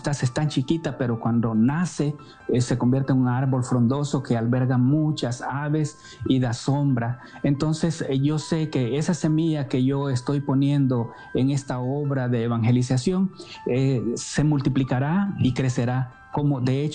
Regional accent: Ilopango, San Salvador, El Salvador; moved away as an adult; now in Los Angeles, United States; Nací en El Salvador. Soy de San Salvador y un pueblito que se llama Ilopango. Y yo nací allí, crecí. Pero a los 18 años yo emigré para acá, para los Estados Unidos, debido al conflicto de guerra que se desató en El Salvador.

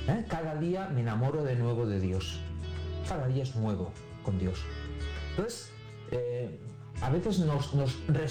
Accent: Barcelona, Catalonia, Spain; estos días he visto mi ciudad, Barcelona, es una ciudad fantástica, es una ciudad que ha dado, Cataluña, mi tierra, pues ha dado muchísimos santos, ¿no?

